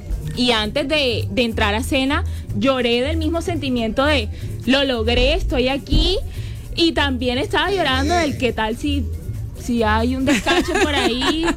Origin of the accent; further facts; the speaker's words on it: Barranquilla, Atlántico, Colombia; Yo tengo una mezcla de raíces, soy barranquillera, mi papá es de Valledupar, mi mamá es de Mompós.